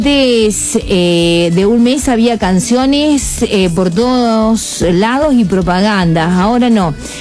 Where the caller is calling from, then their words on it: Las Rosas, Santa Fe, Argentina; de las Rosas, Santa Fe, la radio está muy buena